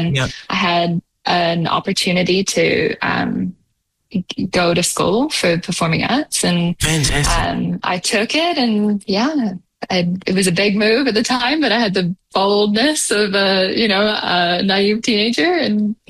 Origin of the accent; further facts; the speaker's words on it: New Zealand; now in England; Yeah, so I grew up in New Zealand. Mom and dad still live there. The whole family still live in New Zealand.